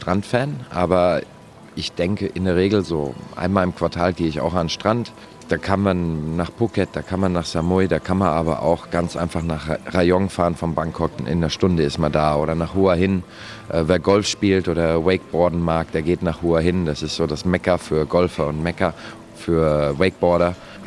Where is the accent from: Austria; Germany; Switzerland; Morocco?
Germany; now in Thailand; als Deutscher